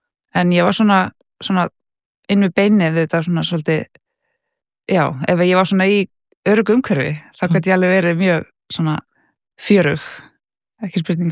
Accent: Reykjavík, Capital Region, Iceland; born or raised there

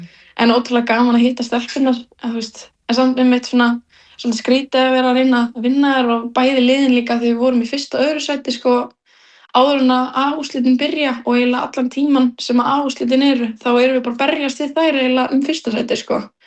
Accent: Vopnafjörður, Eastern Region, Iceland; Já, við erum svo að frá Vopnafirði og þá er mjög líklegt að við séum að vinna í Brim

